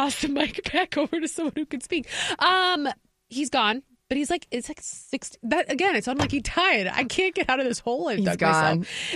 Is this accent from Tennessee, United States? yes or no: no; Williston, North Dakota, United States; born there; I don't want to brag. I was born in Williston, North Dakota. Shout out.